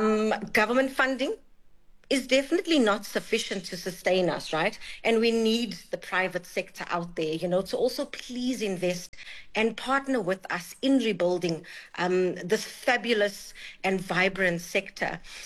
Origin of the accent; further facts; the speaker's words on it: Durban, KwaZulu-Natal, South Africa; I'm from KZN, I'm from Durban. I was at the Playhouse every other weekend